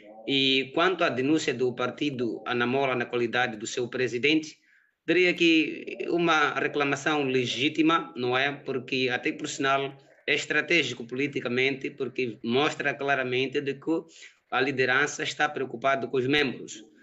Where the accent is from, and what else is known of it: Mozambique